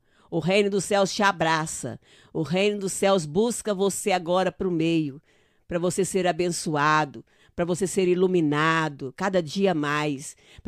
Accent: Uberaba, Minas Gerais, Brazil; moved away; Lá na minha cidade, lá na minha terra chamada Uberaba

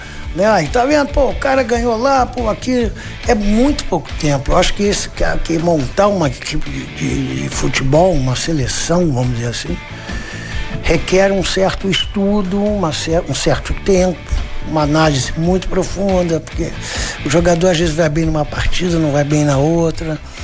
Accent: Brazil

